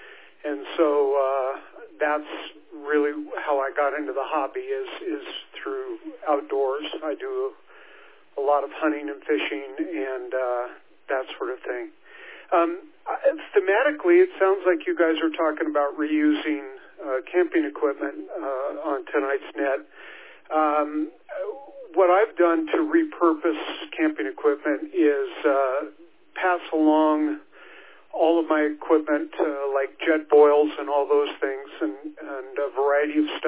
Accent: Seattle, Washington, United States; First-time visitor here. I'm actually down from the Seattle area.

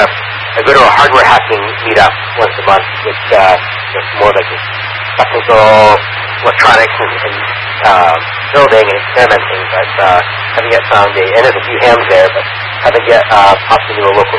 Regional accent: Boston, Massachusetts, United States; also born or lived in upstate New York / Los Angeles area / Bay Area; now in Seattle, United States; I grew up in the Boston area, hence the … went to school in upstate New York, and then lived in Los Angeles area for a bit, moved around to the Bay, and finally made my way up here.

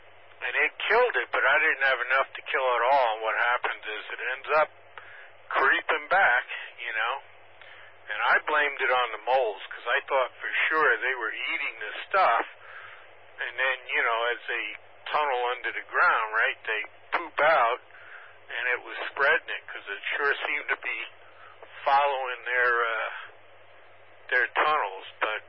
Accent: New York, United States; moved away; growing up in New York

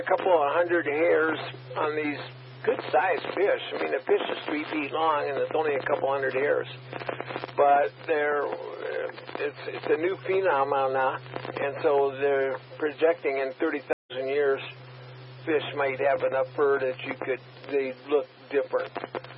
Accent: Norman, Minnesota, United States; moved away as an adult; growing up in Norman, Minnesota, and graduating from the class of 71 in high school, I didn't even know what soccer was until I moved out here in 1980

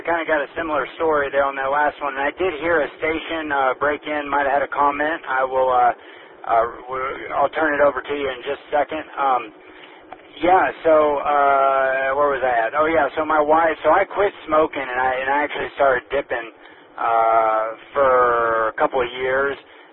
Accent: Southeast, United States; I grew up in the Southeast.

